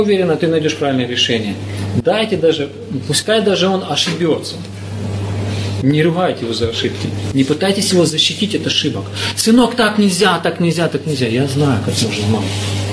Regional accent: Chechnya, Russia; До сих пор у цыгане и на востоке, в Чечне в частности, там откуда я родом, там до сих пор этот принцип учитывается.

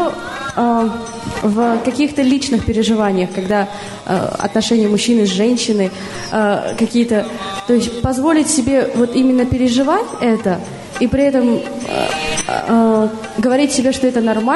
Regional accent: Bashkortostan, Russia; я из Башкирии.

